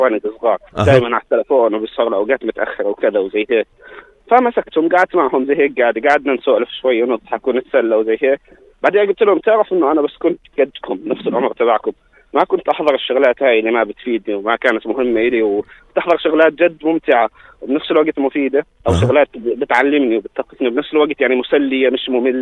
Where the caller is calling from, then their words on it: Jordan; عندنا في الأردن